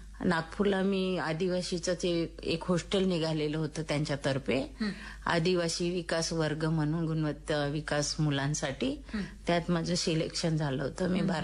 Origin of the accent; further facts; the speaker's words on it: Dahegaon, Maharashtra, India; आणि मी यवतमाळ जिल्ह्यामध्ये दहेगाव आहे त्या गावची आहे. ते सर्व शिक्षण आमचं आश्रमशाळेला झालेलं आहे हॉस्टेलमध्ये.